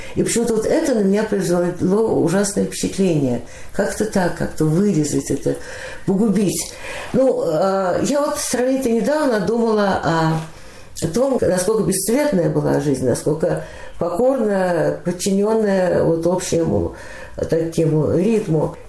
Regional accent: Moscow, Russia; moved away; В 43-м году я родилась, и так в Москве и осталась.

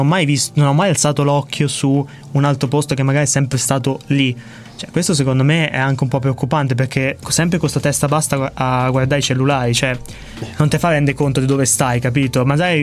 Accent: Marche, Italy

